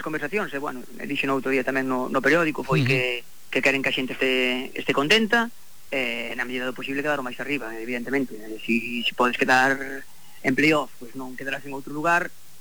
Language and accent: Galician; Boiro, Galicia, Spain; Para mí non me veía nada mal, porque eu son de Boiro.